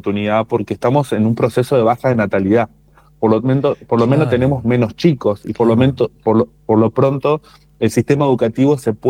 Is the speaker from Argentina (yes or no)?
yes; Santa Fe, Argentina; soy santafesino.